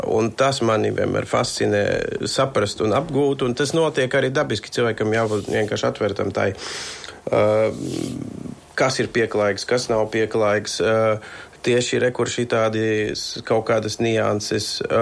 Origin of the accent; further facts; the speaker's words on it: Bulgaria; es, kā es teicu, esmu pārsvara bērnību pavadījis Bulgārijā